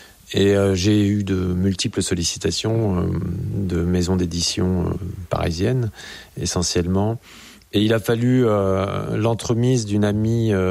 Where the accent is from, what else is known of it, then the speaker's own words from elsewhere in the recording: Grenoble, Auvergne-Rhône-Alpes, France; born there; puisque je suis né à Grenoble, donc il y avait le Sapet, les plateaux autour de Grenoble.